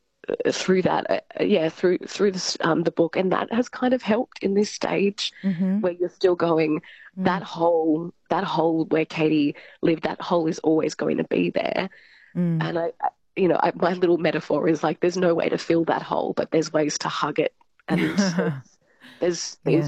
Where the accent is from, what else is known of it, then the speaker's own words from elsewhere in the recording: Albury, New South Wales, Australia; Albury, yes.